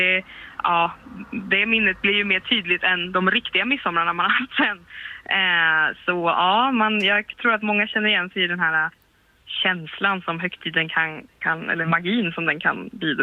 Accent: Slätta, Sweden; Så hemma i Slätta, där jag kommer ifrån, så har vi ett kompisgäng

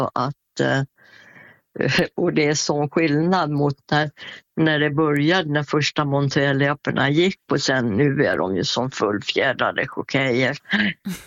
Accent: Borlänge, Dalarna County, Sweden; Så att annars körde jag ju hemma i Borlänge då på den travbanan.

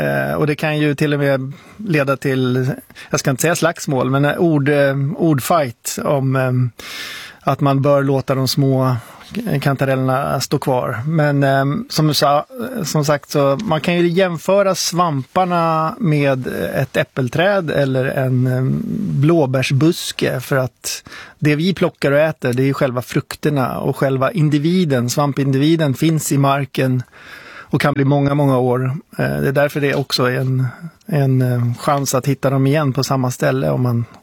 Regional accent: Sweden; Jag är svensk, det är hemligt.

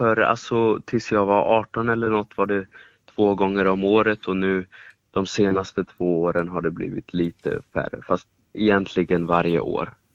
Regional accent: Germany; born there; Swedish is a second language; Ja, jag är ju född i Tyskland faktiskt.

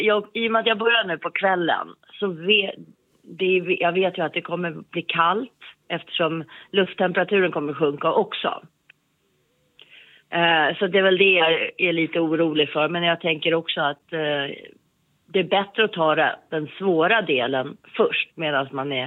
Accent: Sweden; det är väldigt vackert här hemma i Sverige

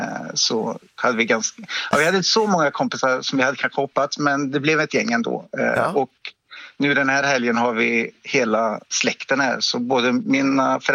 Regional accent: Arvika, Värmland, Sweden; Ja, jag kommer från Arvika i Värmland från början.

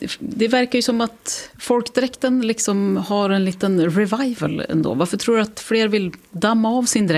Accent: Västernorrland County, Sweden; jag är från Medelpad

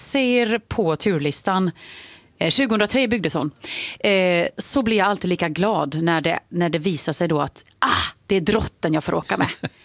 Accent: Gotland, Sweden; Nej, jag är från Gotland, ingen hemlighet.

